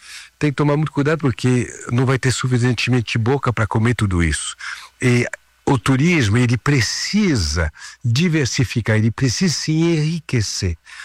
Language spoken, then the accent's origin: Portuguese; Paris, Île-de-France, France; born or raised there; Portuguese is a second language; moved away as an adult; now in São Paulo, Brazil